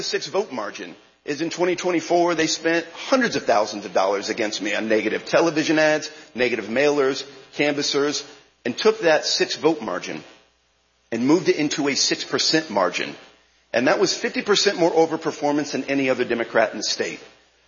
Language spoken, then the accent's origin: English; Council Bluffs, Iowa, United States; A little about me, born and raised in Council Bluffs, Iowa. I'm born in a working class family and a working class community.